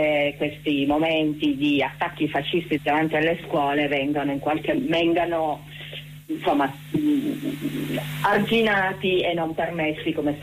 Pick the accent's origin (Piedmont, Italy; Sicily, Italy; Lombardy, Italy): Piedmont, Italy; Turin; noi ci vedremo come torinesi liberi democratici